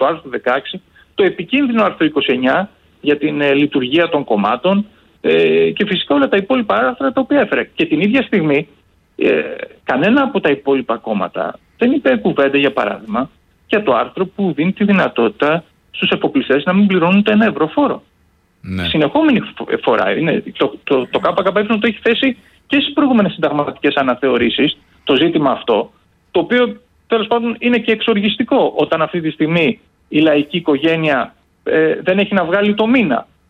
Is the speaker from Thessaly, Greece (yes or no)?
yes; Thessaly, Greece; που είμαι και από τη Μαγνησία